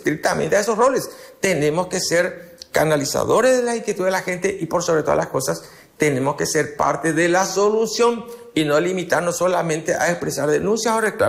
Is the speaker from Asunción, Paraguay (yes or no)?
yes; Asunción, Paraguay; Yo soy de Loma Putá. Nosotros estamos en el límite de Asunción con Roque Alonso. Somos la puerta de entrada a Asunción.